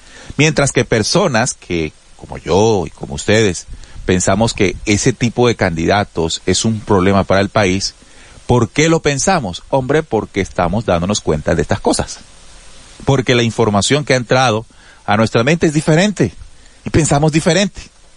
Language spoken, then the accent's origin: Spanish; Colombia